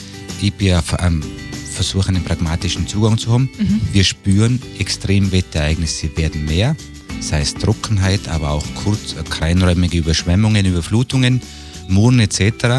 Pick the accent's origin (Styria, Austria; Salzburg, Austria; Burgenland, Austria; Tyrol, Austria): Tyrol, Austria; als Tiroler Bäuerinnen und Bauern